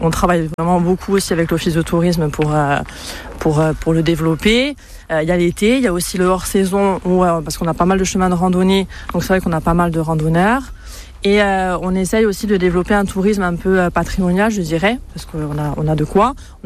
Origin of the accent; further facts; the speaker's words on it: Bastia, Corsica, France; plus que à Bastia, là où j'ai grandi finalement, où j'habitais pour aller à l'école.